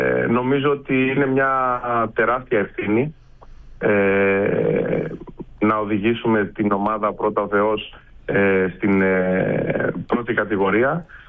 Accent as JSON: {"language": "Greek", "town": "Kalamata", "region": "Peloponnese", "country": "Greece", "tie": "born or raised there", "also_born_or_lived": "Mani", "said": "και μετά γυμνάσιο και λύκειο στην Καλαμάτα, δηλαδή μεγάλωσα στην Καλαμάτα και στη Μάνη."}